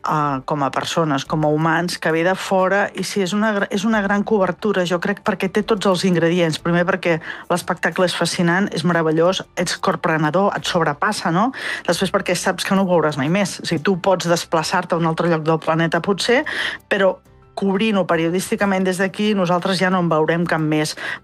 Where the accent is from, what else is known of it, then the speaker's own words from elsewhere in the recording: Reus, Catalonia, Spain; sí, soc de Reus, que consti.